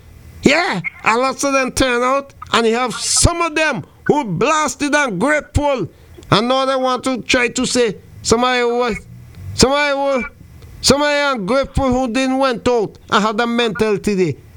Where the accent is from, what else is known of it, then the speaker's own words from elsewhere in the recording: St. Vincent & Grenadines; now in Antigua and Barbuda; What are you in my hometown, St. Vincent?